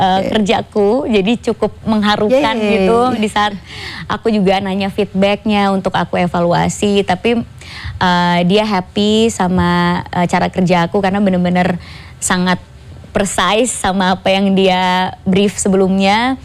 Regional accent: Maluku, Indonesia; Iya, aku orang Maluku.

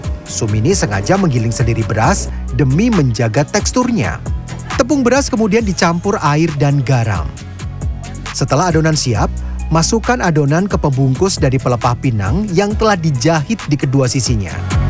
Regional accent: Special Region of Yogyakarta, Indonesia; Sebagai orang Yogyakarta yang masuk Gen

